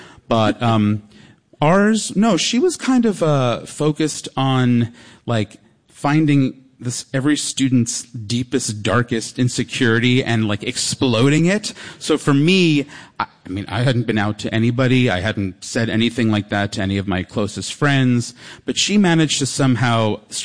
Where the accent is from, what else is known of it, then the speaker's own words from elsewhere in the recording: New York, United States; I grew up on Long Island, which is a very macho, coded place.